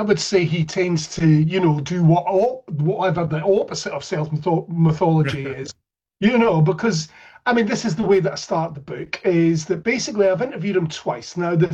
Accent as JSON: {"language": "English", "region": "Scotland", "country": "United Kingdom", "said": "I'm Scottish, right? And you know, so I'm very northern"}